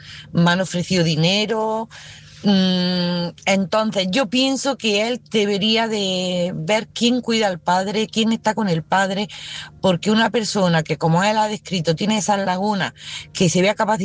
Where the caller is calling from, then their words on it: Granada, Andalusia, Spain; de Granada.